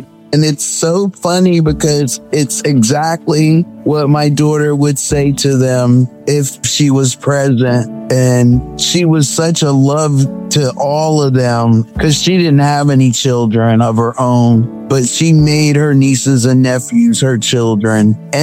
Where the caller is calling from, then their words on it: Easton, Pennsylvania, United States; Easton, Pennsylvania.